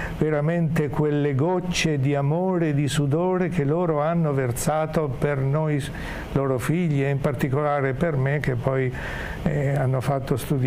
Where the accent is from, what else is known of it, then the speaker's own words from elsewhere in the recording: Narni, Umbria, Italy; born there; moved away; sono nato a Narni, in provincia di Terni. Sono figlio di contadini, non i contadini ricchi, i contadini poveri, più poveri dei poveri, perché i miei genitori non hanno posseduto mai un fazzoletto di terra.